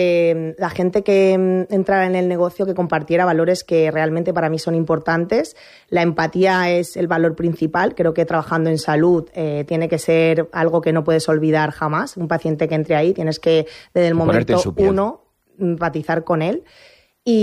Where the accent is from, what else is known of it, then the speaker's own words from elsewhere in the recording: Tobarra, Castilla-La Mancha, Spain; also born or lived in Murcia; Soy de Tobarra, de toda la vida, y sí que me fui a estudiar a Murcia